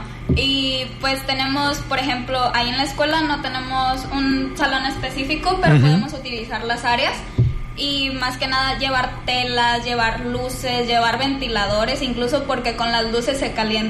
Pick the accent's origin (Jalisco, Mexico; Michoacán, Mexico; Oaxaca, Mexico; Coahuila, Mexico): Michoacán, Mexico; Pinzándaro; Yo soy de Pinzándaro.